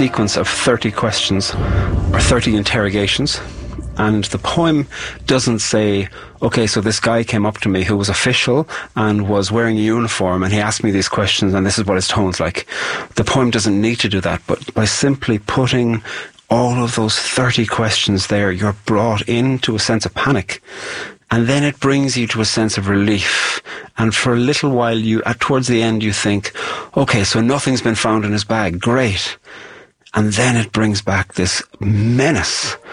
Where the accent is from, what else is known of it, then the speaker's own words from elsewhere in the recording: Ireland; I'm a poet from Ireland